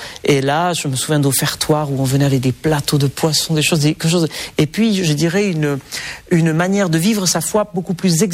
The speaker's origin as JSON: {"language": "French", "region": "Nouvelle-Aquitaine", "country": "France", "tie": "born or raised there", "said": "en grandissant au Pays Basque, donc on a un répertoire de cantiques qui est très différent des cantiques français."}